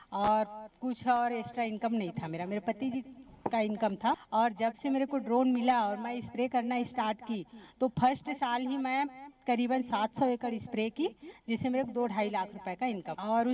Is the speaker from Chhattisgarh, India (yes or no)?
yes; Chhattisgarh, India; मैं चंदखुरी फार्म के पास नकपुरा ग्राम है वहाँ के रहने वाली हूँ।